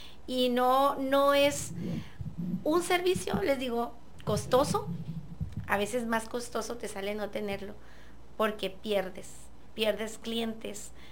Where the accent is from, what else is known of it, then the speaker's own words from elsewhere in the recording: Huatabampo, Sonora, Mexico; moved away; Soy originaria de Guatabampo, Sonora, frontera con Sinaloa. Ya tengo desde el 2000 por estos rumbos.